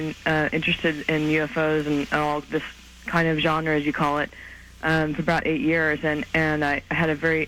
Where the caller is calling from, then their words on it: California, United States; I'm calling from California.